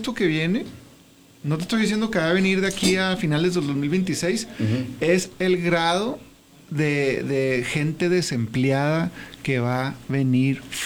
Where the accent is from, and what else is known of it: Parral, Chihuahua, Mexico; now in Juárez, Mexico